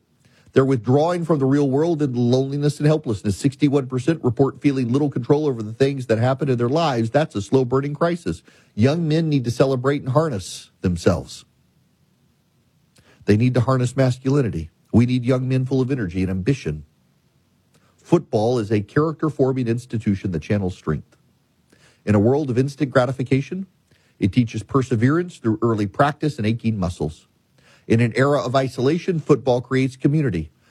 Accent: Nebraska, United States; born or raised there

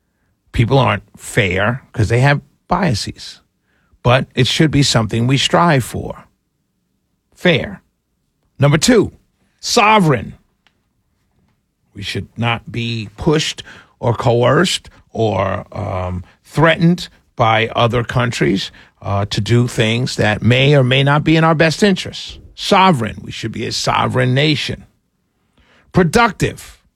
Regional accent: New York City, New York, United States; I'm from New York City, as many of you know.

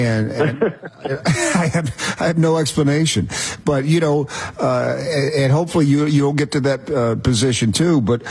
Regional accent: Knoxville, Tennessee, United States; I'm originally from Knoxville.

